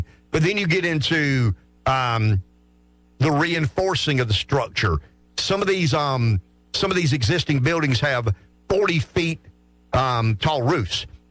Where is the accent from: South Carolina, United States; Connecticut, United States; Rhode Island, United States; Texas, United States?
South Carolina, United States; Pamplico; I mean, I'm from Pamplico. You know, it breaks my heart when I ride by there, and it's unoccupied and has been for years